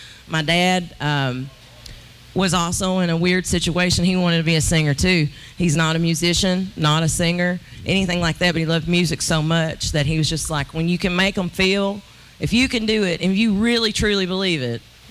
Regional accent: Kentucky, United States; And like, we're from Eastern Kentucky.

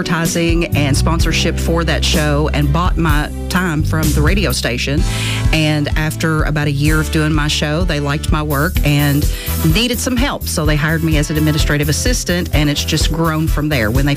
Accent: Kentucky, United States; I'm originally from Montgomery County, but I ended up living in Powell County

